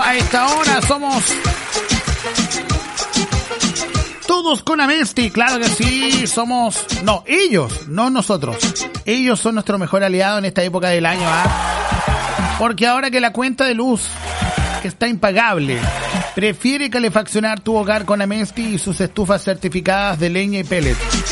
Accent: Chile; Pues así somos chilenos, pues así somos los chilenos.

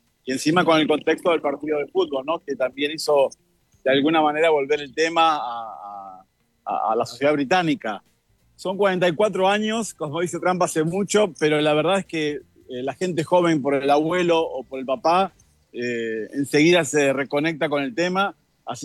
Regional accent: Argentina; ya ahora cuando digo que soy de Argentina no me hablan más del fútbol

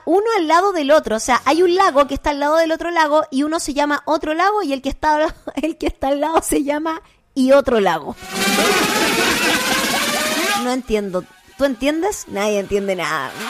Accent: Chile; Somos creativos los chilenos

